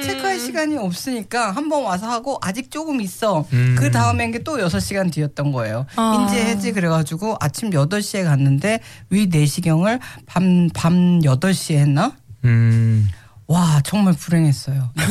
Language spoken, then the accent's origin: Korean; South Korea; now in Australia; 저는 한국에서 추운 겨울을 나고 왔는데 추운 거예요.